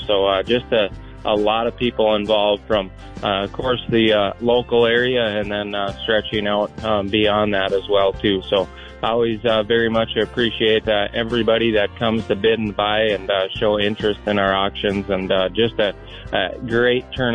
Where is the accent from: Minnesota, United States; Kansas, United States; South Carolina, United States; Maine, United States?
Minnesota, United States; Dalton; Of course, growing up in Dalton, one of the always the highlights of the year ever since I was little.